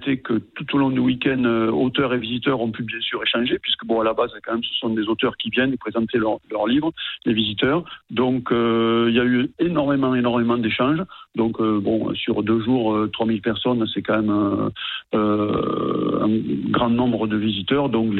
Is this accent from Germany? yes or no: no; Viane, Occitanie, France; Je suis natif de Viane